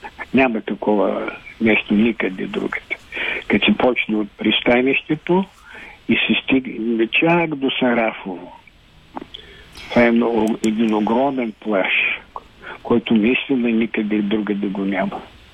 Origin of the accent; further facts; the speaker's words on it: Burgas, Burgas Province, Bulgaria; also born or lived in Sofia; Това не може да не събуди в мене този бургаски хулинизъм и патриотизъм и любов към моя роден град, на който съм се посветил живота, макар че част от него е в София.